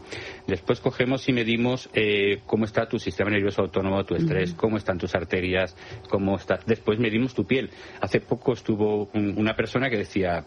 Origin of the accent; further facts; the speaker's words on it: Community of Madrid, Spain; now in Alicante, Spain; Así es, yo soy madrileño, pero ya he afincado en Alicante hace mucho tiempo